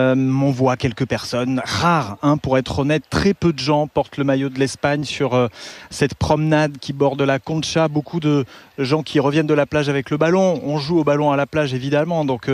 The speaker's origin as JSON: {"language": "French", "country": "France", "said": "plus tard que chez nous en France"}